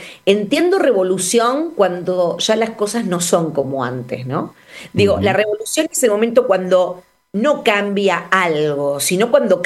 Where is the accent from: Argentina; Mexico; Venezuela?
Argentina; La Pampa; moved away; yo vengo de un pueblo de La Pampa y hay una librería